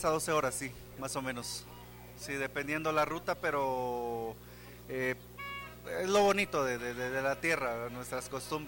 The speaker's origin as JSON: {"language": "Spanish", "town": "Salamá", "region": "Baja Verapaz", "country": "Guatemala", "tie": "born or raised there", "moved": "as an adult", "lives_now": "Tejutla, Guatemala", "said": "Soy originario de Salamá, Baja Verapaz."}